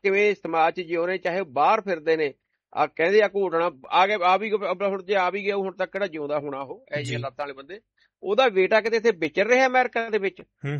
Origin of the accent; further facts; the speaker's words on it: Punjab, India; ਮੈਂ ਪੰਜਾਬੀ ਹਾਂ